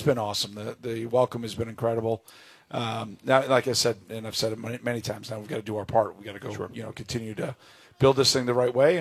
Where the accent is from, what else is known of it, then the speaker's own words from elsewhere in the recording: Orland Park, Illinois, United States; It reminds me a lot of my hometown in Orland Park, Illinois, where, people were really proud of where they were, proud of their families, proud of what they do for a living.